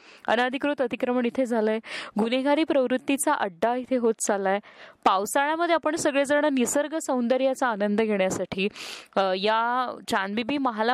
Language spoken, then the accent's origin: Marathi; Ahmednagar, Maharashtra, India; एक नगरकर म्हणून